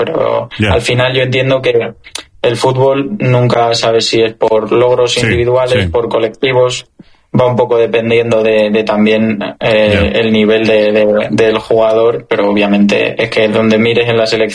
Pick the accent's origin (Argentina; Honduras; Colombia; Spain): Spain